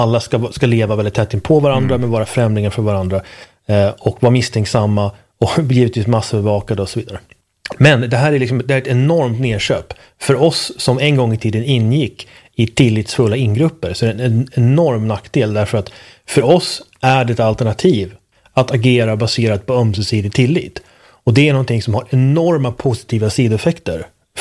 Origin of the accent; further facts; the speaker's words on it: Sweden; jag är uppvuxen i, liksom i Sverige, en väldigt svensk kontext.